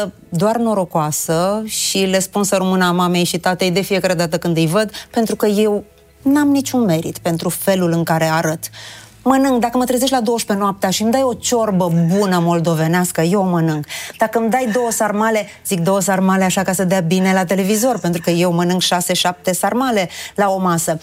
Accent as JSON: {"language": "Romanian", "country": "Romania"}